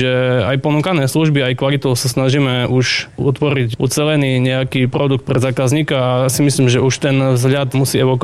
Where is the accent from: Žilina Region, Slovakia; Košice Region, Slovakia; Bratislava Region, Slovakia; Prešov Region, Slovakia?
Prešov Region, Slovakia; Kolonica; also born or lived in Snina; regiónu a konkrétne do Kolonice, kde som ja vyrastal. Narodil som sa síce v Snine, ale vždy mi bol bližší tento región.